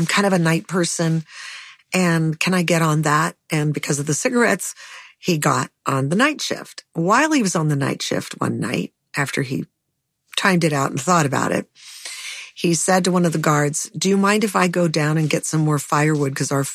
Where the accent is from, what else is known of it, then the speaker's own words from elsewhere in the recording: Los Angeles, California, United States; I grew up in the Hollywood Hills. I thought it was like, I climbed the hills all the time.